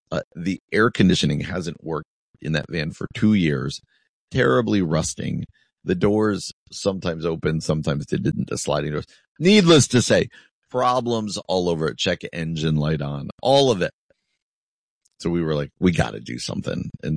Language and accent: English; New Jersey, United States; I remember growing up in New Jersey